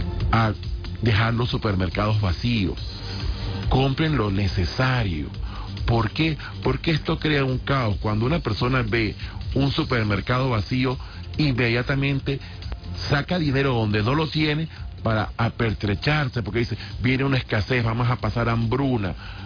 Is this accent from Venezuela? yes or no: yes; Venezuela; Vamos a dejar un poco el fanatismo político y vamos a enfocarnos como venezolanos en la tragedia.